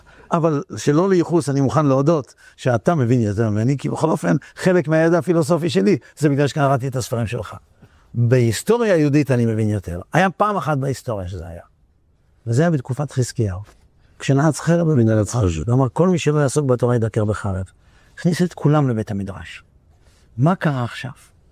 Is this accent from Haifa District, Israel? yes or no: no; Netanya, Central District, Israel; אני גדלתי בנתניה. היינו משפחות חרדיות בודדות.